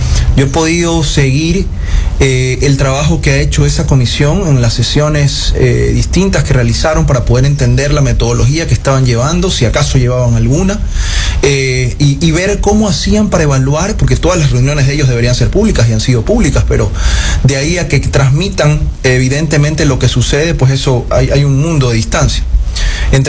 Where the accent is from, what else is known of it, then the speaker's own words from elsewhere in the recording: Ecuador; yo aquí estoy como ecuatoriano y además como postulante